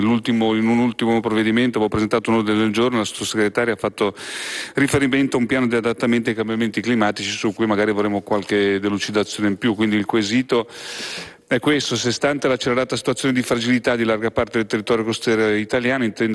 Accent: Liguria, Italy; Io vengo dalla Liguria e diciamo gli eventi franosi su falesie sono ormai all'ordine del giorno

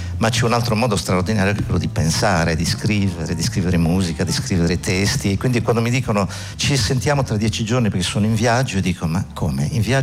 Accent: Berchidda, Sardinia, Italy; Io sono di Berchida, dove si parla il logudorese, che è una delle varianti dialettali della lingua sarda

